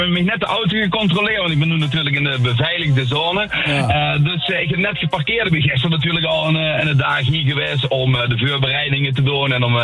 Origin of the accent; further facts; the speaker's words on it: Netherlands; En het is natuurlijk ook wel zo dat als Nederlanders, ja, we gaan met z'n allen naar Oostenrijk